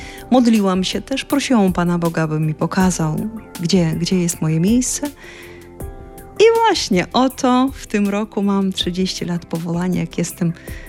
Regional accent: Kharkiv, Kharkiv Oblast, Ukraine; born or raised there

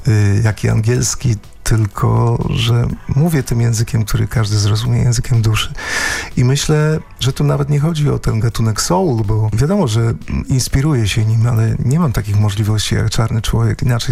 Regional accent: Kalisz, Greater Poland Voivodeship, Poland; kilkunastoletniego chłopaka, który biegał po rodzinnym Kaliszu

